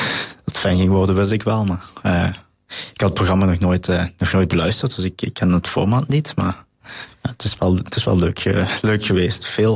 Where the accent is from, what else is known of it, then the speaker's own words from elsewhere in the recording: Bilzen, Limburg, Belgium; ik kom uit Bilze.